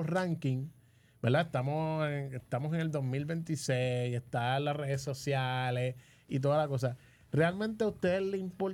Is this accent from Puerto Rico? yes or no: yes; San Juan, Puerto Rico; now in Bayamón, Puerto Rico; Pues yo también soy vecino de, bueno, era vecino de Atorrey, pero ahora vivo en Bayamón. Pero siempre me crié en Atorrey